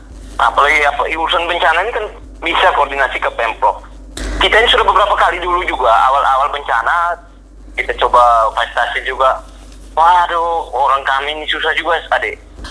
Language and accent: Indonesian; East Nusa Tenggara, Indonesia; kami orang Palu itu bukan warga Kabupaten ND, tapi warga Kabupaten kita.